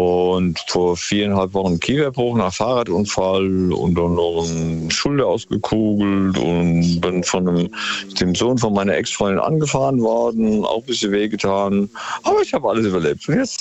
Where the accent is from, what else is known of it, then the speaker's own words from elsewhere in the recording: Palaikastro, Crete, Greece; nach auf Kreta, meine Heimat eigentlich, Palikastro.